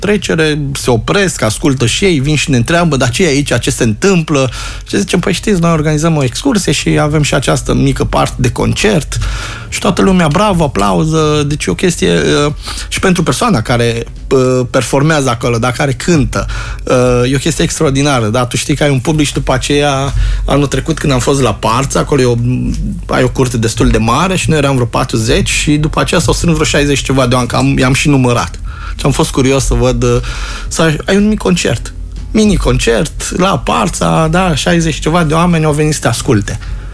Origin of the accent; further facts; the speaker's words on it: Romania; Tu ca și român